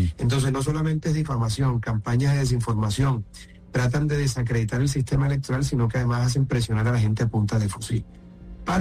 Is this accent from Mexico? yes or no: no; Colombia; born there; yo nací en Colombia. Yo soy ciudadano por nacimiento. Cumplo los tres requisitos. Mayor de 30 años, ciudadano por nacimiento